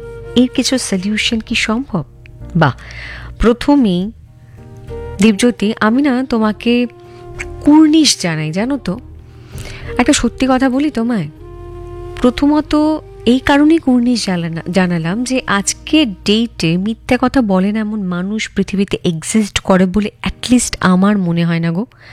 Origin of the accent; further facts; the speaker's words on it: Krishnanagar, West Bengal, India; now in Kolkata, India; যেহেতু আমার বাড়ি কৃষ্ণনগরে, তাই কাছে অবস্থিত নবদ্বীপে আমি প্রায়ই ঘুরতে যাই।